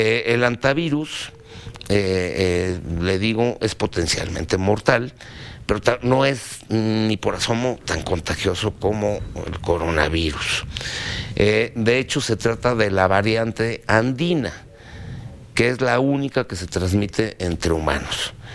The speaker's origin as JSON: {"language": "Spanish", "country": "Mexico", "said": "Somos los mestizos que somos, hablamos castellano, gran parte de los mexicanos profesan la religión católica y otros muchos religiones cristianas."}